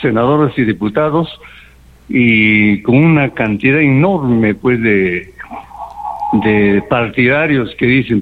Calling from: Peru

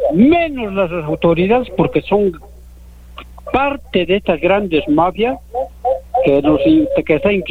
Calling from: Peru; Si nosotros como peruanos

